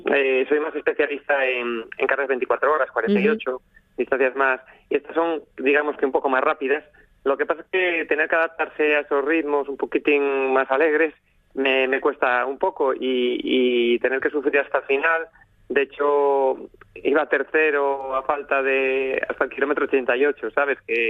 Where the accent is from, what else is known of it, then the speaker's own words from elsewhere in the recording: Avilés, Asturias, Spain; Sí, bueno, yo soy de Avilés, vivo en Avilés, pero sí.